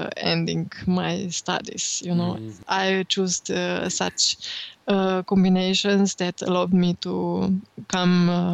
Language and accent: English; Maribor, Drava, Slovenia; born there; English is a second language; Well, first, because I was born in Maribor, I attended high school there and I took lessons from piano, theoretical class and viola.